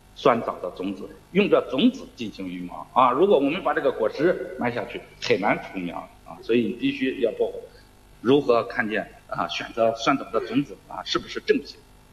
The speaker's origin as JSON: {"language": "Chinese", "region": "Shaanxi", "country": "China", "said": "我们陕西人采连翘呢，当特别是秦岭山区采连翘"}